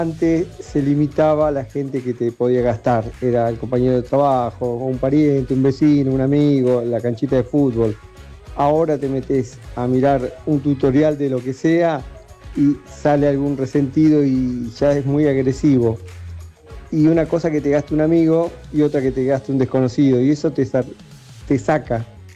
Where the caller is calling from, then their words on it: Buenos Aires, Argentina; de Palermo.